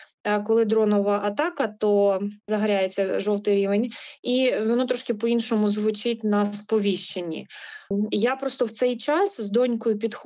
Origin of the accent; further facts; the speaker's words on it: Kyiv, Ukraine; Це моє рідне місто, це місце, де я народилася, це місце, де пройшло моє дитинство, де я працюю. Тут все рідне.